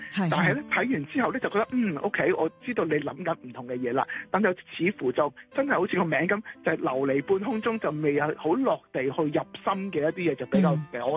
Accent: Hong Kong; 我就算作为香港即土生土长的一个人当然这个是我儿时的一个回忆啦。

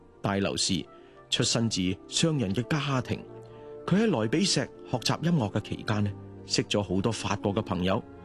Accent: Hong Kong; 作为香港人呢，大家都好鍾意睇楼嘅

